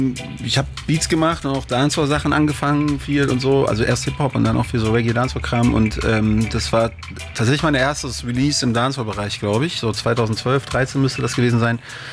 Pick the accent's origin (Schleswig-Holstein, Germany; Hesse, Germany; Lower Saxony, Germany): Hesse, Germany; Fulda; also born or lived in Berlin; Ich komme eigentlich aus Berlin, aber habe meine Jugend in Fulda verbracht, in Hessen.